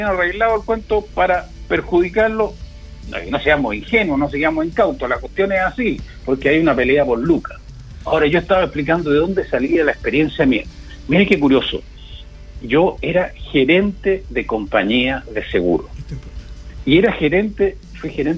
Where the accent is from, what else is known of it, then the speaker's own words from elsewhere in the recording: San Rosendo, Biobío, Chile; now in Coquimbo, Chile; Yo llegué como guaso de San Rosendo con una canasta y una gallina a Coquimbo, me acuerdo, para el tsunami.